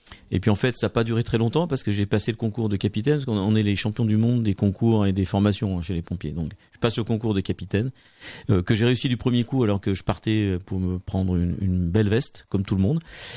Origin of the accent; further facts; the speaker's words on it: Mâcon, Bourgogne-Franche-Comté, France; now in Limoges, France; Je suis pas originaire de Limoges mais de la Bourgogne, je suis originaire de Mâcon, je suis un Mâconnais